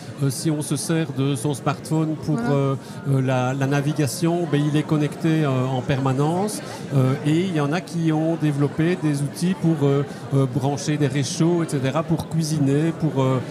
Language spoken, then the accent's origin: French; Belgium; Les Français, ils devaient venir en Italien. Et on est des Belges. On s'entraide.